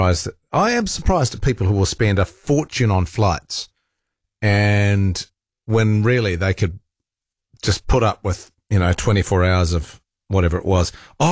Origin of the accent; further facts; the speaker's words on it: New Zealand; born there; I might be glad I'm a New Zealander. I might be glad I'm born here.